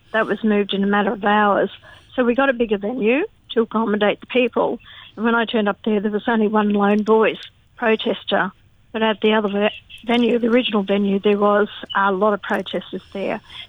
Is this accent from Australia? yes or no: yes; Australia; Gina and I are the same age. Okay, we grew up in Australia